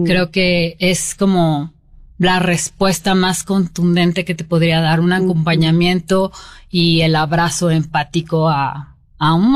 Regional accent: Mexico; somos mexicanos todos

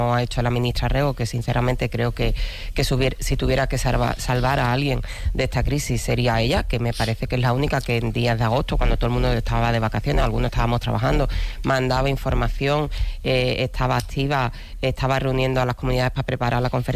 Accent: Andalusia, Spain; Es que yo soy andaluza

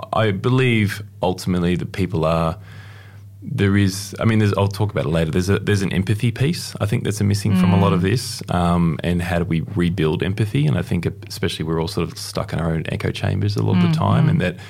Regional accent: Blue Mountains, New South Wales, Australia; So I grew up in the Blue Mountains for a period as well

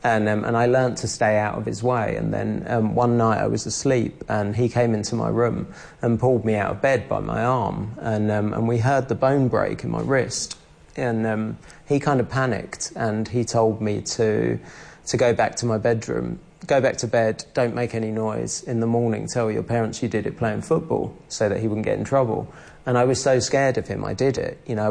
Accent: London, United Kingdom; born or raised there

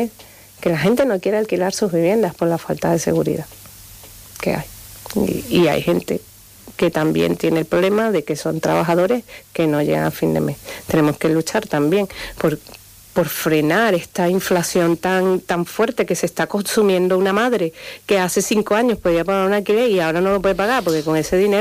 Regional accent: Venezuela; yo soy de origen venezolano y tengo muchos paisanos que comparten pisos 2 y 3 familias.

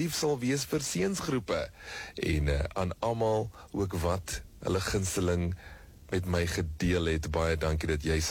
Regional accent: Bloemfontein, Free State, South Africa; My bro, ek kom ook van Bloemfontein.

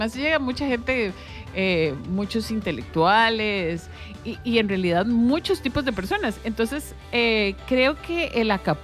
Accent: Guadalupe, San José, Costa Rica; Yo soy de Guadalupe, de la familia de el señor que tuvo la Nochebuena durante mucho tiempo.

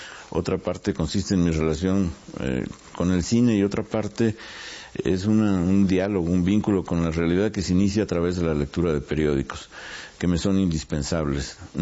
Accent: Mexico City, Mexico; Nací en la Ciudad de México en 1938, en la colonia Guerrero, que en algún tiempo tuvo fama de ser una gran colonia popular

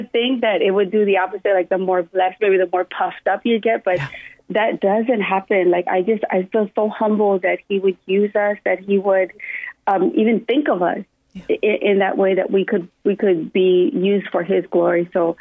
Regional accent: Waimanalo, Hawaii, United States; I'm from Wamanala, born and raised

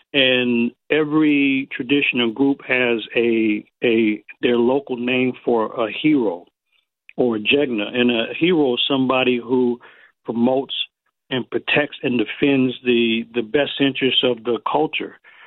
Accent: San Francisco, California, United States; I remember my family, when we grew up in San Francisco, we always made fun of the nonsense on TV.

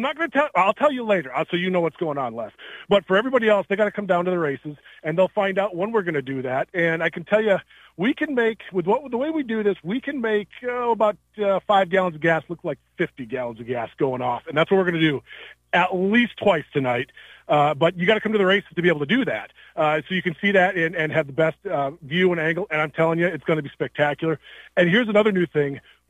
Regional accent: Iowa, United States; now in New Hampton, United States; Well, I was raised here in Winnesha County for sure. Yeah, more or less. I live down in New Hampton now.

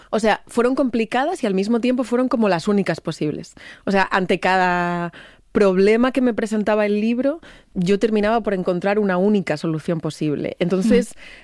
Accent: Madrid, Community of Madrid, Spain; Yo soy de Madrid, pero mis padres son de Extremadura. Uh-huh. Bueno, mis abuelos maternos eran de Cuenca, los paternos de Extremadura.

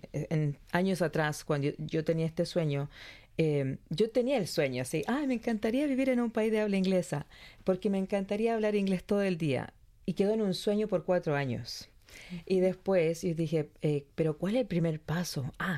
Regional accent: Chile; Entonces ya el español es muy diferente. Yo soy chilena. Por tanto, ya tenía que empezar a hablar un español más neutro.

